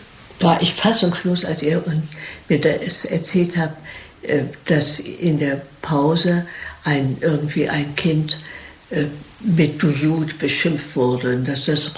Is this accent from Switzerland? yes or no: no; Germany